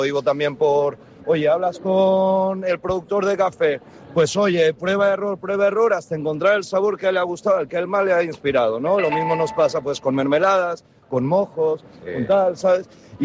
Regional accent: Fuerteventura, Canary Islands, Spain; ese impulso que es con lo que venimos desde Fuerteventura

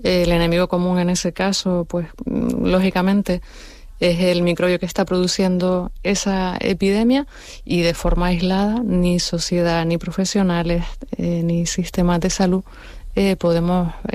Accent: Canary Islands, Spain; algo totalmente desconocido para mí como canaria

